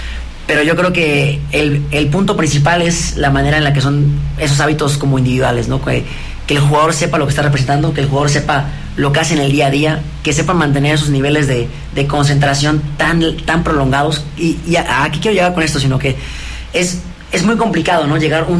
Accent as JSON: {"language": "Spanish", "town": "Mérida", "region": "Yucatán", "country": "Mexico", "said": "Yo soy de Mérida, soy de Mérida. Yucateco, sí."}